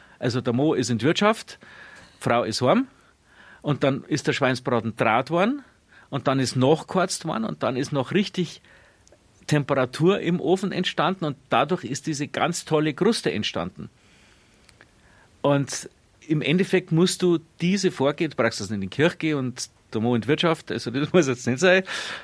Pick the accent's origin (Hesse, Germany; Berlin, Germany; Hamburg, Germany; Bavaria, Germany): Bavaria, Germany; Bei uns in Niederbayern heißen es Löffelnudeln.